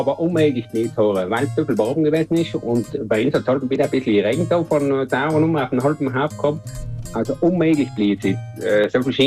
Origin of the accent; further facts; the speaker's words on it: Trentino-Alto Adige, Italy; Zwar in Osttirol, aber ich bin ein Südtiroler, gell?